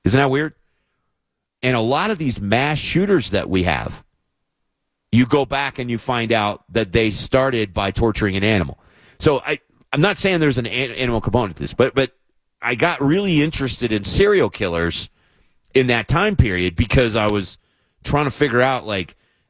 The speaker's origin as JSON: {"language": "English", "region": "Kentucky", "country": "United States", "tie": "born or raised there", "moved": "yes", "said": "in my home state of Kentucky"}